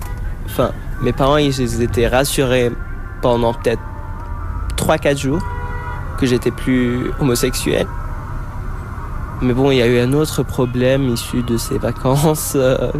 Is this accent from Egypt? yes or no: yes; Egypt; also born or lived in Abu Dhabi; now in Paris, France; J'ai 18 ans, je suis égyptien et c'est ma première année dans une école d'art à Paris.